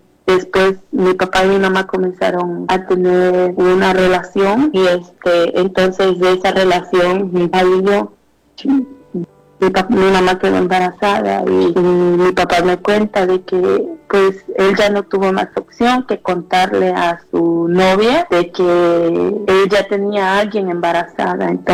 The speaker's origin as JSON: {"language": "Spanish", "country": "El Salvador", "tie": "born there", "moved": "yes", "said": "allá de donde yo soy, en El Salvador, caminábamos era mucho cerro, y caminábamos casi a la orilla de una quebrada o por caminitos angostitos."}